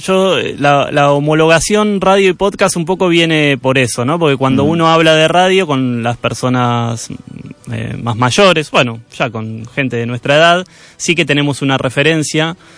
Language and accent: Spanish; Argentina; moved away as an adult; now in Galicia, Spain; Yo trabajé en radio 20 años en Argentina. Bueno, se habrán dado cuenta que soy argentino.